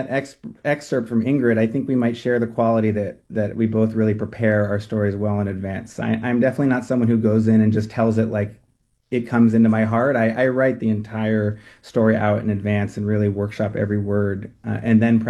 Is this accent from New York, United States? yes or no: no; California, United States; although I grew up in the Bay Area, is not at all my thing or my scene.